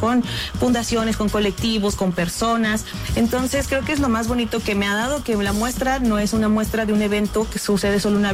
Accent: Huajuapan de León, Oaxaca, Mexico; Yo, como una persona que crecí en Huajuapan de León

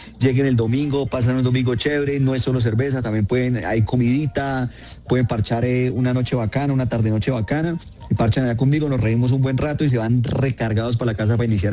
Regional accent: Colombia; porque somos chismosos y somos necios los colombianos, como hijo de madres.

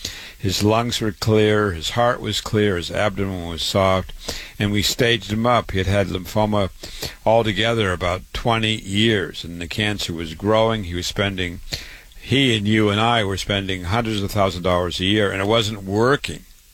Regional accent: Waterloo, Iowa, United States; born and raised in Waterloo, Iowa.

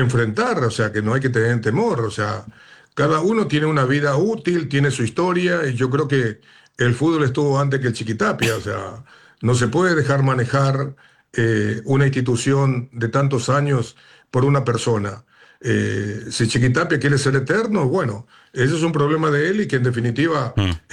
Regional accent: Paraguay; pasa acá en mi país. O sea, que en Paraguay

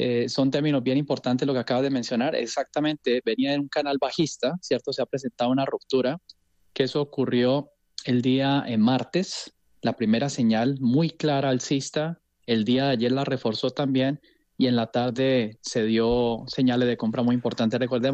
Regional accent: Colombia

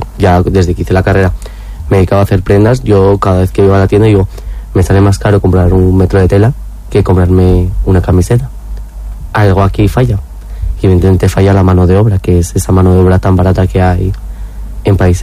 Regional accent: a village in Burgos province, Castile and León, Spain; a mí venir a Burgos y que me reconozcan que soy del pueblo me encantaría

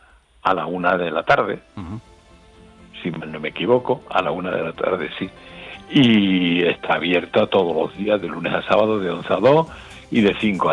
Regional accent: Cádiz, Andalusia, Spain; Y soy de Cádiz

